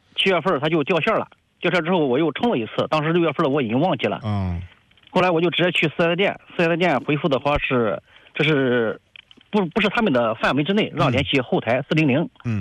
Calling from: Jinan, Shandong, China; 我是济南当地的。

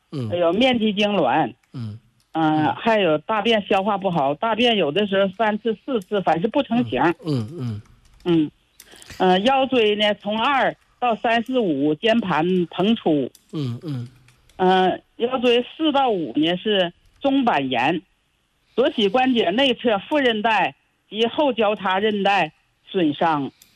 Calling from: Changchun, Jilin, China; 我是长春的。

